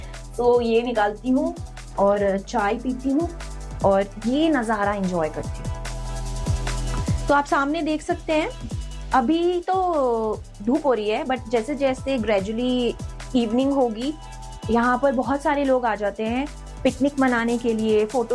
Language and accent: Hindi; Dehradun, Uttarakhand, India; moved away; मेरा home town मुझे याद आ जाता है, जो कि है देहरादून।